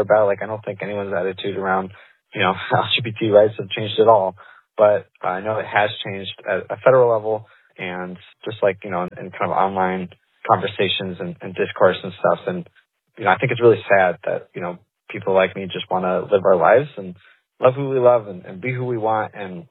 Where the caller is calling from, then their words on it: Chicago, Illinois, United States; I'm calling from Chicago.